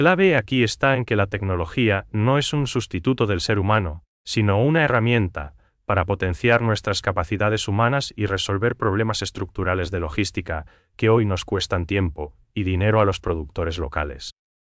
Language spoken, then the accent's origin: Spanish; Paraguay; nos define como paraguayos.